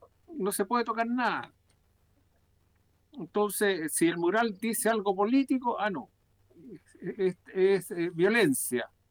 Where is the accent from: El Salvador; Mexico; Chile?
Chile